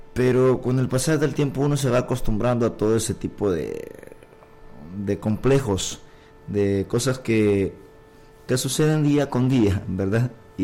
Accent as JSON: {"language": "Spanish", "country": "El Salvador", "said": "que yo soy de acá de El Salvador, pero también alquilo, mi cuarto"}